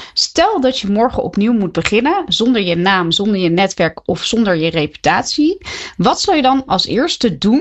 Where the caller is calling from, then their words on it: Soest, Utrecht, Netherlands; Ik bel uit het allermooiste Soest, midden des lands.